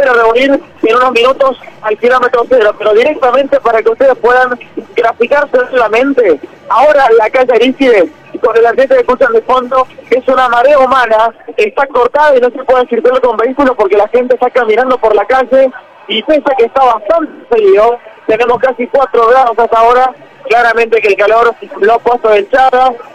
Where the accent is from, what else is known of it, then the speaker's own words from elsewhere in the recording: Argentina; no somos de Argentina